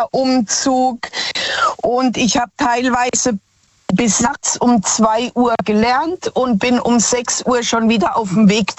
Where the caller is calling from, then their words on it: Zeiskam, Rhineland-Palatinate, Germany; Aus Zeiss kam, das ist bei Landau, Speyer, Germersheim.